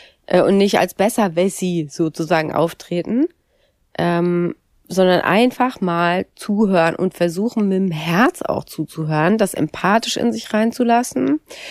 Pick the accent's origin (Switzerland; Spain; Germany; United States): Germany; West Germany; So, für mich als Westdeutsche oder für uns dann als andere Westdeutsche ist die Verantwortung, mit anderen Westdeutschen darüber zu reden.